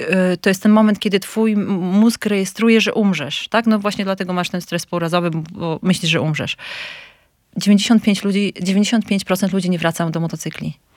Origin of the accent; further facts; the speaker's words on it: Suwałki, Podlaskie Voivodeship, Poland; born there; moved away as an adult; also born or lived in Warsaw, Poland / Sydney, Australia; Urodziłam się w Suwałkach, skończyłam studia w Warszawie i po zrobieniu magistra wyjechałam do Sydney. Tam poznałam swojego byłego męża, więc zostałam. Mieszkałam tam przez 12 lat.